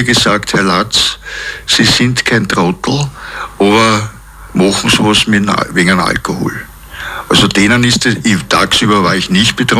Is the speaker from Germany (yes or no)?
no; Krems an der Donau, Lower Austria, Austria; Wie gesagt, ich bin in Krems aufgewachsen.